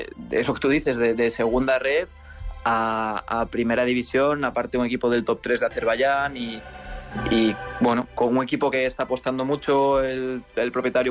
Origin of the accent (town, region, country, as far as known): Spain